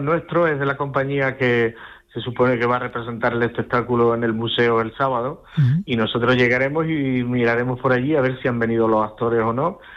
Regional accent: Linares, Andalusia, Spain; yo soy de Linares, y entonces como es Jaén, pues también pues me llevo cosas para mi pueblo

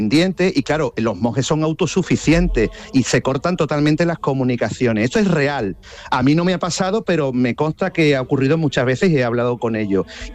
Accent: Seville, Andalusia, Spain; Soy sevillano, pero como llevo 23 años con grupos visitando La Rioja, pues he ido muchísimas veces.

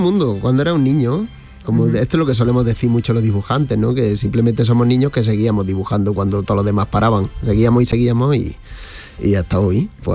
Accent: Granada, Andalusia, Spain; poder traer un personaje de estos que tanto me gusta a mi tierra

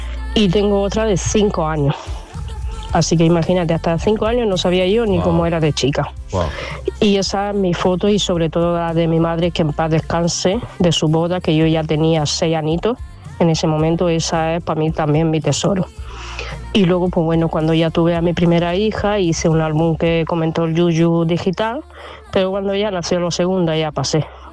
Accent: Romania; yo tengo ya 41 años y soy de Rumanía, entonces ahí en esa época no había muchas cámaras de fotos, ni vamos, ni mucho menos.

